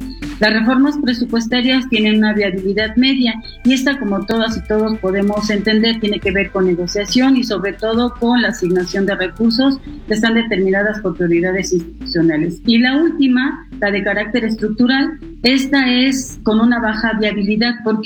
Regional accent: Mexico

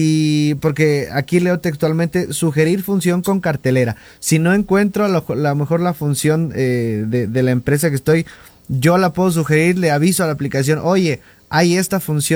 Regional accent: Hidalgo, Mexico; de donde soy, en este caso de Hidalgo

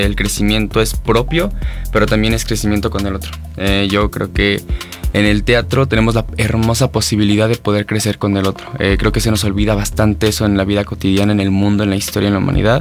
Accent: Cuautepec de Hinojosa, Hidalgo, Mexico

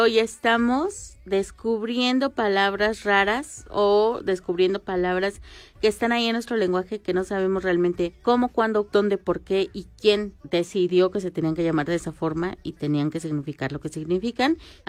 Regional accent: Mexico; luego pasó a nosotros que somos mexicanos.

